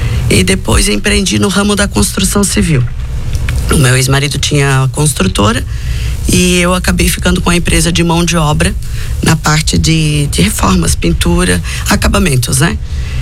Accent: Blumenau, Santa Catarina, Brazil; moved away as an adult; now in Balneário Camboriú, Brazil; nasci no meio oeste catarinense, me criei em Blumenau, casei, vim para Balneário Camboriú há uns 30 anos atrás.

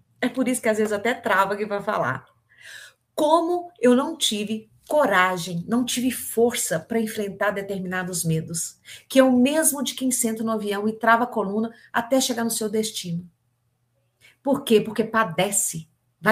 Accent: Minas Gerais, Brazil; não sei se vocês sabem, não sei se vocês sabem, eu sou mineira, então vocês sabem, né? E nossa, no, aqui dos mineiros é uma forma de dizer

